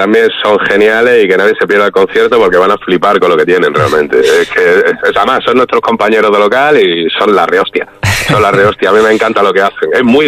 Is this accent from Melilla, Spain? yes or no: yes; Melilla, Spain; que somos de Melilla. Al final somos una banda melillense y a mucho orgullo